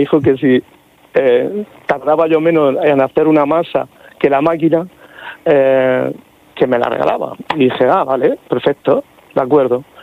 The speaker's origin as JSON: {"language": "Spanish", "town": "Cartagena", "region": "Region of Murcia", "country": "Spain", "tie": "born or raised there", "said": "A mi ciudad natal, que es Cartagena, y a mi región de Murcia, que es mi comunidad."}